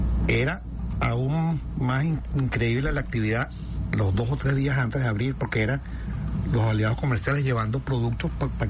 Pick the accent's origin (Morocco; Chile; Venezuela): Venezuela; hemos pasado dificultades y todas las hemos solventado como somos los venezolanos